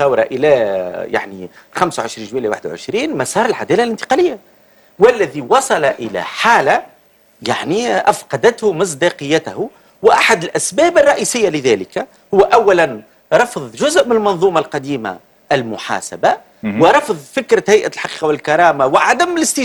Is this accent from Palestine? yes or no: no; Tunisia; ببساطة كتونسي، ولأن ليس كجامعة وكمحلل، أتمنى أولا انفراجا في الحياة السياسية